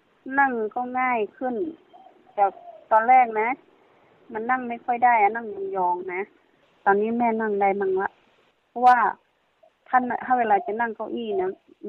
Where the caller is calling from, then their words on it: Mae Taeng district, Chiang Mai, Thailand; accent: Kham Mueang (Northern Thai); อำเภอแม่แตงจังหวัดเชียงใหม่